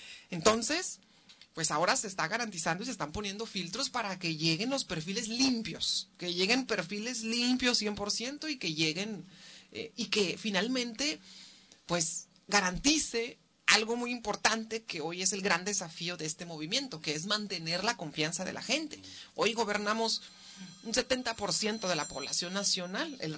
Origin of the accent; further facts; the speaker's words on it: Mexicali, Baja California, Mexico; es una mujer orgullosamente mexicalense, cachanilla, 100%. Soy puro cachanilla, lo digo sin pretensión. Soy de Baja California, norteña de corazón, 100% además cimarrona. Crecí, estudié aquí, estudié Derecho en la Universidad Autónoma de Baja California